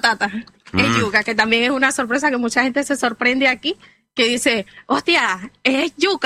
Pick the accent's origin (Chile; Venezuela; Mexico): Venezuela; moved away; Yo soy venezolana.